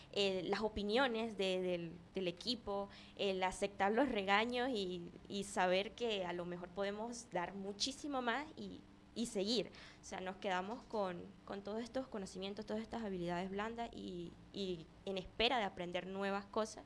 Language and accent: Spanish; Mérida, Venezuela; demostrar que los venezolanos tenemos talento, pero sobre todo los merideños, porque cabe acotar que todos aquí somos andinos